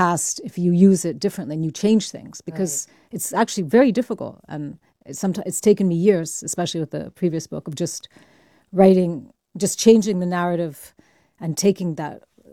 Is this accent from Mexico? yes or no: yes; Mexico; English is a second language; now in United Kingdom; actually, I feel more British Mexican. I've lived here longer than anywhere else. And apart from my accent, it's very much the English that I use.